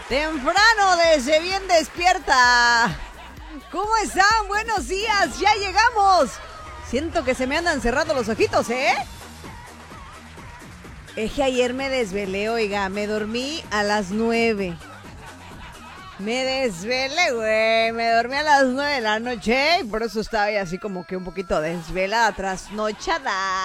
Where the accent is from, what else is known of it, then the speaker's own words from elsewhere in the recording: Mexico; Porque todo, porque somos mexicanos, ¿verdad?